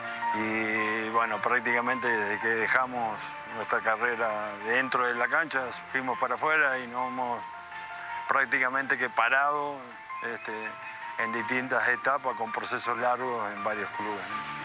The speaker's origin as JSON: {"language": "Spanish", "country": "Uruguay", "moved": "yes", "lives_now": "Mexico", "said": "Bueno, somos uruguayos."}